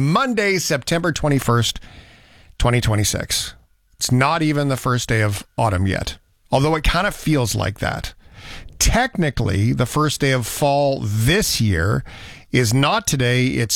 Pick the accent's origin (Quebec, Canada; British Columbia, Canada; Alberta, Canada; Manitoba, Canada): British Columbia, Canada; Port Alberni; now in Eastern Ontario, Canada; Vancouver Island, when I was a kid, that's how I remembered it when I grew up in Port Alberni.